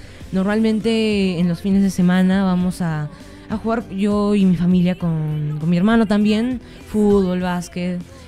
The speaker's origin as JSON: {"language": "Spanish", "region": "Lima", "country": "Peru", "said": "soy de Lima."}